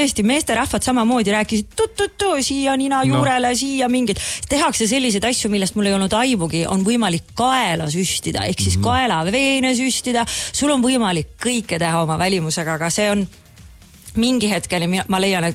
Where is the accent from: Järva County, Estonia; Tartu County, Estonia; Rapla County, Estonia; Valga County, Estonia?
Valga County, Estonia; Otepää; now in Tallinn, Estonia; ma olen Otepäält pärit